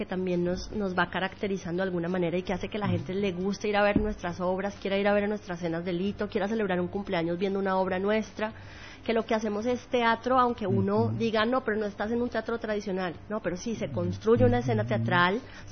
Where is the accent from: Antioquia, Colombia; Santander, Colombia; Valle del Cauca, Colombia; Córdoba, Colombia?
Valle del Cauca, Colombia; Cali; moved away as an adult; now in Santa Cruz, Bolivia; yo soy de Cali, Colombia, vivo hace varios años acá en Santa Cruz